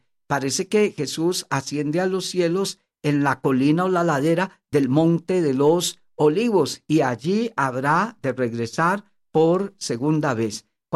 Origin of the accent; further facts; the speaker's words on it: Costa Rica; Qué privilegio llegar al territorio costarricense y fuera de las fronteras de nuestro país.